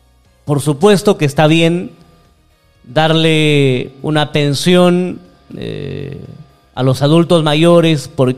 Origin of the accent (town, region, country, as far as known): Peru